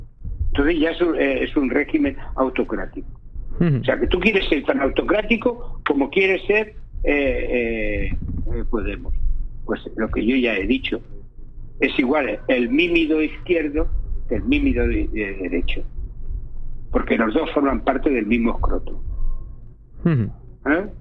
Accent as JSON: {"language": "Spanish", "town": "Tarragona", "region": "Catalonia", "country": "Spain", "tie": "born there", "said": "Yo nací en Tarragona, donde había un polígono petroquímico que daba vida en aquellos años, que no te puedes imaginar, estoy hablando de hace 60 años."}